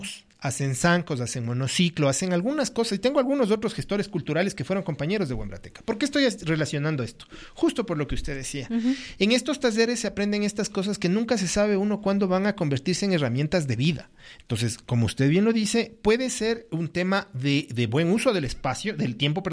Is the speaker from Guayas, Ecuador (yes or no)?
no; Quito, Pichincha, Ecuador; yo vengo de un barrio popular, yo nací en la Pío XII.